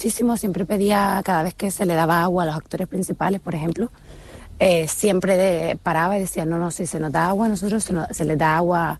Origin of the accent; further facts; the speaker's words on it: Canary Islands, Spain; now in United Kingdom; me encantaría volver y seguir trabajando en Canarias.